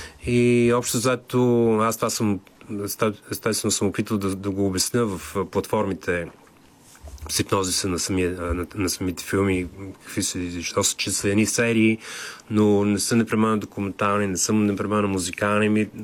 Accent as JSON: {"language": "Bulgarian", "town": "Plovdiv", "region": "Plovdiv Province", "country": "Bulgaria", "tie": "born or raised there", "said": "Аз живея в Пловдив. Там съм израснал. Видеооператори, фотографи, дрон оператор, всички сме пловдивчани."}